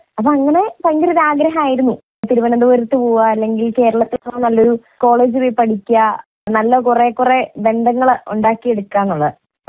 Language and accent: Malayalam; Kanjirappally, Kerala, India; moved away as an adult; ഞാൻ കാഞ്ഞിരപ്പള്ളി സ്വദേശിനിയാണ്.